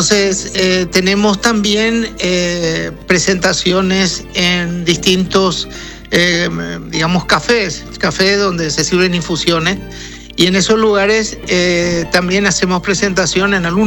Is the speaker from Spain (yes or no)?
no; Paraguay; now in Turkey